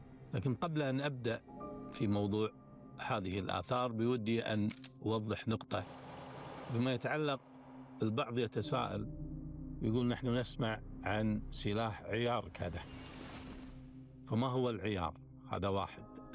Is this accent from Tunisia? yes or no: no; Kuwait; وإحنا نسميها عندنا بالكويت نسمي شوزن ونسمي نص شوزن وربع شوزن.